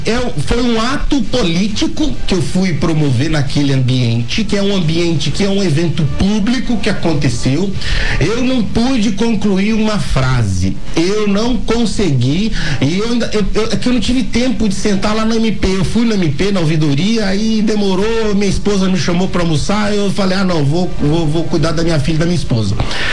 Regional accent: Campo Grande, Mato Grosso do Sul, Brazil; born there; Eu sou campograndense, nasci em Campo Grande

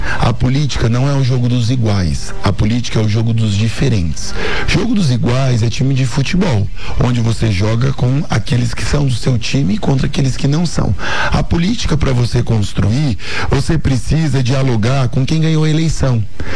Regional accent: Mato Grosso do Sul, Brazil; born there; Então eu digo que eu não sou, não nasci no Mato Grosso, eu nasci no Mato Grosso do Sul.

